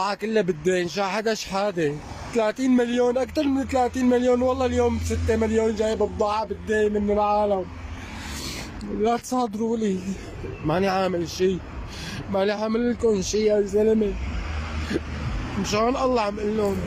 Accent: Egypt; now in Syria; انا مواطن مصري، ما لي علاقه لا بالنظام ولا لي علاقه بهدول ولا بهدنك ولا بحدا

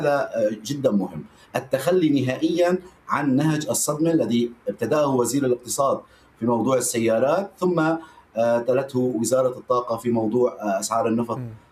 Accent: Syria; نحن كسوريين

